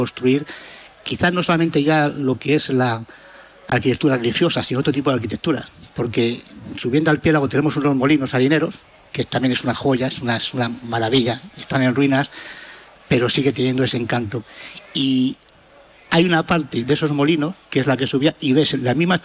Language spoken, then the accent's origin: Spanish; Navamorcuende, Castilla-La Mancha, Spain; nosotros hemos pertenecido a Ávila hasta el año 1833 aproximadamente, que fue cuando pasamos a Toledo.